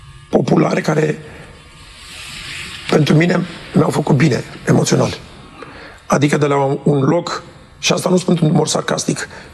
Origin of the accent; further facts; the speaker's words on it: Romania; ceea ce suntem noi ca români.